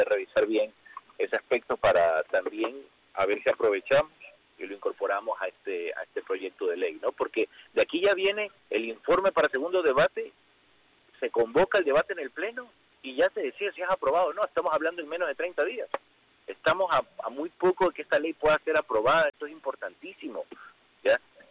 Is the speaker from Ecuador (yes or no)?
yes; Ecuador; Miren, en estos momentos nosotros como ecuatorianos tenemos que identificar